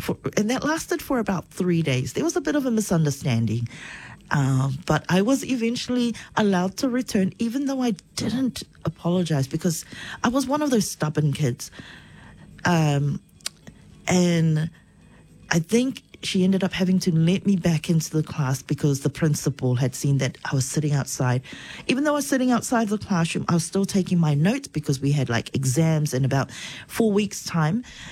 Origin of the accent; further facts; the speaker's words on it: Niue; So I went to, I grew up in Niue, therefore I went to the only primary school, which is Niue Primary School. And then I went on to Niue High School, which is also the only high school on island.